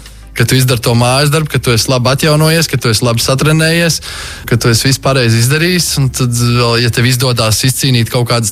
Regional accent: Ventspils, Ventspils Municipality, Latvia; Nu, tā kā es esmu dzimis un audzis Ventspilī un visu bērnību pavadīju Ventspilī

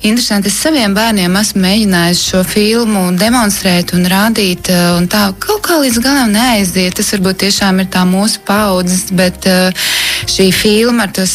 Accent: Talsi, Courland, Latvia; no Talsiem, no Kurzemes

